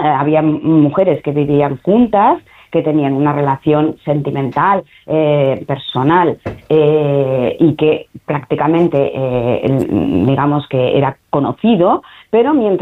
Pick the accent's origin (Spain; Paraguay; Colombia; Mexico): Spain; Valencian Community; Pero realizan, digamos, un periplo que para mí particularmente, siendo valenciana, me resulta muy emocionante.